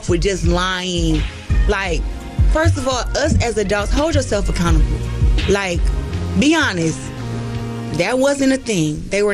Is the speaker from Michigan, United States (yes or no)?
yes; Flint, Michigan, United States; born and raised in Flint, Michigan, was born poor, now I'm rich.